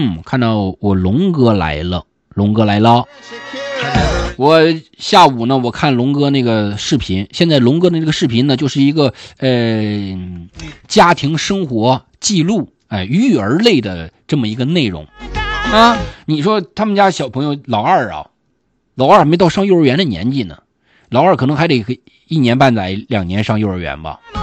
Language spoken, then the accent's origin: Chinese; Shandong, China; 可能山东人这个口味，哎，跟其他地方的口味它不太一样